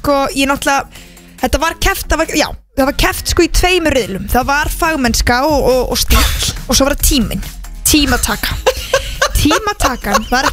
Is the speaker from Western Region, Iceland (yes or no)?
no; Mosfellsbær, Capital Region, Iceland; ég elska Mosó, það er líka svona minn heimabær.